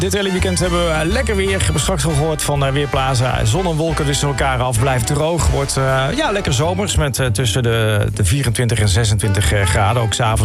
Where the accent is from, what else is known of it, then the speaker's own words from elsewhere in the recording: 's-Hertogenbosch, North Brabant, Netherlands; ik kom uit Den Bosch